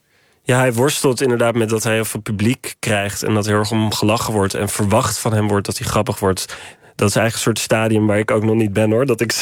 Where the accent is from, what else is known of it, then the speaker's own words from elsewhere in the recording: Haarlem, North Holland, Netherlands; born there; moved away; Wij komen uit Haarlem.